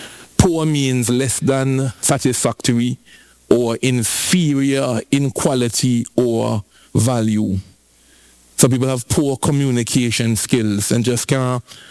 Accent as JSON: {"language": "English", "country": "Antigua & Barbuda", "said": "I'm so glad I come from Antigua. Nobody can deport me."}